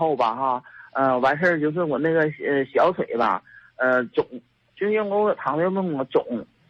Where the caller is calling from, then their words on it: Anshan, Liaoning, China; 我是鞍山人